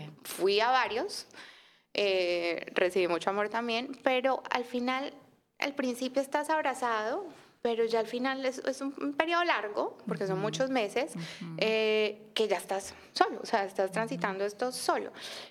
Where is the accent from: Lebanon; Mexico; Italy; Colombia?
Colombia; Medellín, Antioquia; Yo soy de Medellín.